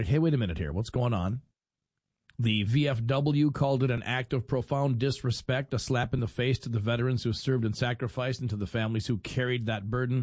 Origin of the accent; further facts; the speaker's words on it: United States; as an American today